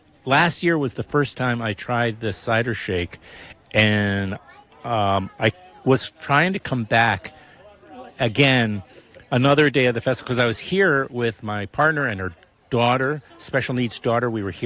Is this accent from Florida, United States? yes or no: no; New York City, New York, United States; moved away; It was just like growing up in New York City. I mean, I grew up in Queens